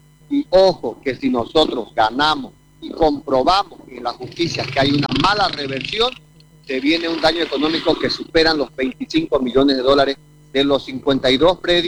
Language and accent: Spanish; Montero, Santa Cruz, Bolivia; Es lo peor que le ha pasado a mi pueblo donde nací, donde me formé, donde me crié y donde me malcrié.